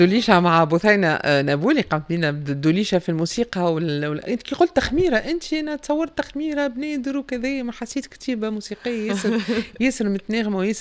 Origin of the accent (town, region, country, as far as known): Tunisia